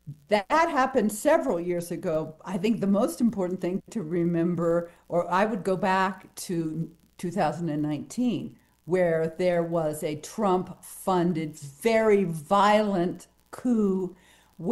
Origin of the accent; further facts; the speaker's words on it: United States; It was so interesting because I grew up in Washington, and I was at a funeral at Arlington Cemetery on January 6th